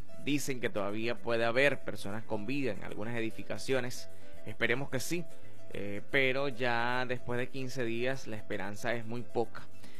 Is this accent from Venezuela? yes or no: yes; Venezuela